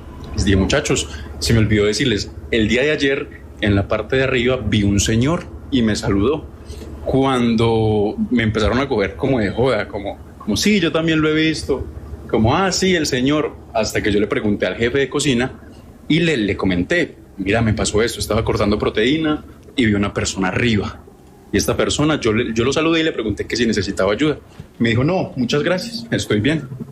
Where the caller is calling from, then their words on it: Manizales, Caldas, Colombia; Yo vivo en Manizales.